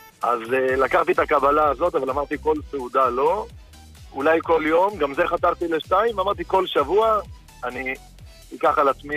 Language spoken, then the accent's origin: Hebrew; Netanya, Central District, Israel